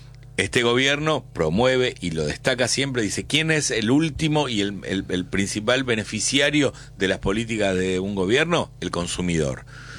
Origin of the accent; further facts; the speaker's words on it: Argentina; Pero lo que voy es, ¿qué preferimos como argentinos?